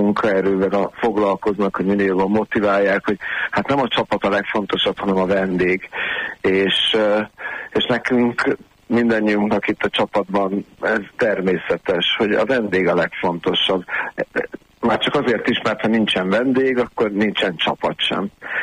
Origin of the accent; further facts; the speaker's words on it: Budapest, Hungary; de a Murisimont körtér mellett nőttem fel